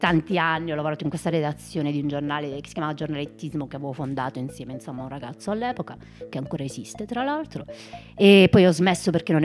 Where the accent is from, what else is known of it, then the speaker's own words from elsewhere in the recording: Stigliano, Basilicata, Italy; Nel centro proprio della Basilicata